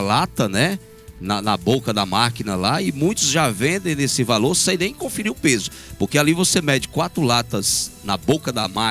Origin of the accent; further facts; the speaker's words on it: Brazil; nós somos brasileiros. Né? Nós vivemos nascemos e criamos e somos brasileiros. Vivemos aqui com a inflação daqui.